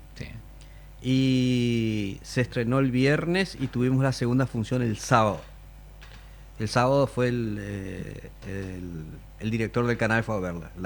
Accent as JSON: {"language": "Spanish", "country": "Uruguay", "said": "Hace demasiados años que soy uruguayo"}